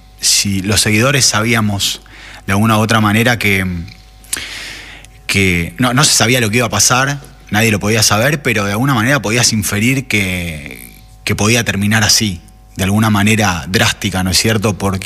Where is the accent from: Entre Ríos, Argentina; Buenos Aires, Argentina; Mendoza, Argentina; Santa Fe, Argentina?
Buenos Aires, Argentina; Yo viví toda mi vida en el barrio del Abasto